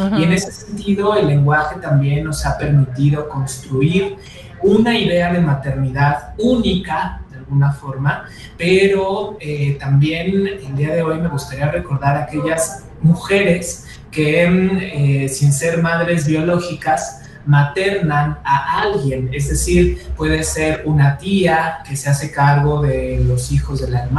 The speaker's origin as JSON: {"language": "Spanish", "country": "Mexico", "said": "si bien sí en nuestra concepción como mexicanos y mexicanas existe una madre."}